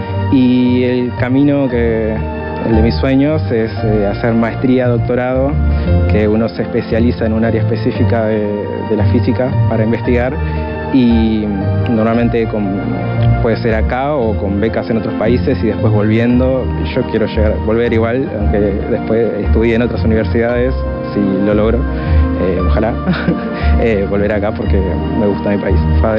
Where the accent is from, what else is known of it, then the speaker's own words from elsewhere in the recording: Las Piedras, Canelones, Uruguay; Soy de Las Piedras Canelones.